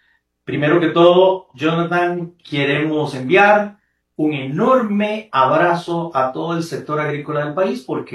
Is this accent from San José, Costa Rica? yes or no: no; Cartago, Costa Rica; allá en mi provincia de Cartago